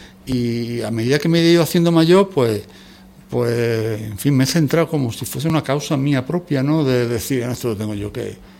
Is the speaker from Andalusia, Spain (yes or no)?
yes; Utrera, Andalusia, Spain; born there; also born or lived in Extremadura; Yo no soy de Utrera, yo nací en Extremadura, en un pueblito idílico de Extremadura, una Macondo, ¿no? Y, en fin, a mí me trajeron aquí mis padres en la época Yeye, o sea, yo llegué aquí en Utrera en el año 68.